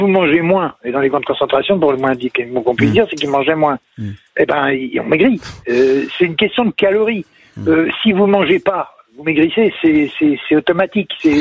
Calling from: Rougé, Pays de la Loire, France; Je suis à Rougé. J'ai déménagé, mais je suis toujours à Rougé. En Loire-Atlantique.

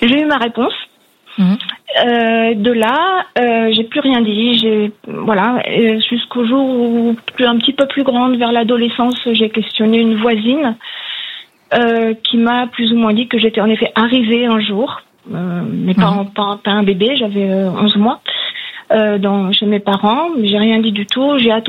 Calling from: Île-de-France, France; Des Yvelines.

